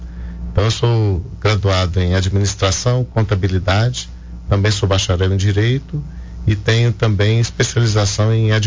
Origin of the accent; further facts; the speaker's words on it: Ipatinga, Minas Gerais, Brazil; also born or lived in Coronel Fabriciano; Da terrinha mesmo, criado em Patinga, né? Sou caçula, irmão caçula de 7 filhos.